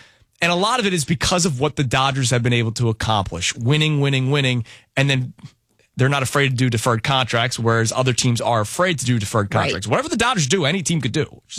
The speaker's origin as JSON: {"language": "English", "town": "Philadelphia", "region": "Pennsylvania", "country": "United States", "said": "I'm from Philadelphia, so I know a lot of people that went to that event."}